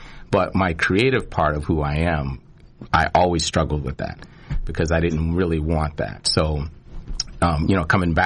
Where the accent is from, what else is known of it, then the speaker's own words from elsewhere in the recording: Boston, Massachusetts, United States; I grew up in Boston, in Dorchester.